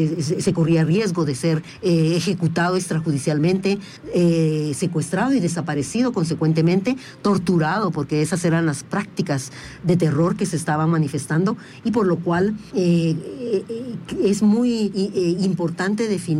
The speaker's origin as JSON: {"language": "Spanish", "country": "Guatemala", "said": "desde el momento en que somos ciudadanos guatemaltecos"}